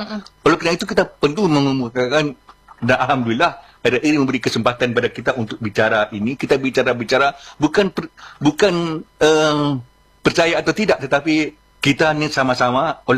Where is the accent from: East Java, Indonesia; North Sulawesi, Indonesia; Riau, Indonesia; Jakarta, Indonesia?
Riau, Indonesia; kalau kita orang Riau ini